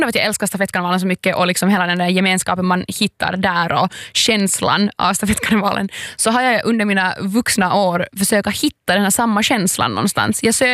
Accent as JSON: {"language": "Swedish", "country": "Finland", "said": "som finlandssvensk"}